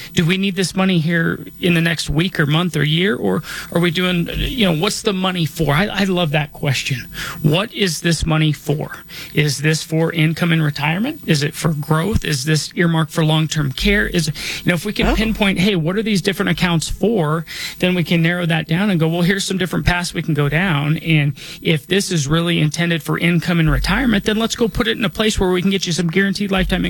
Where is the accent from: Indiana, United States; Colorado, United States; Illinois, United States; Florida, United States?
Colorado, United States; Denver; I was born and raised here in Denver.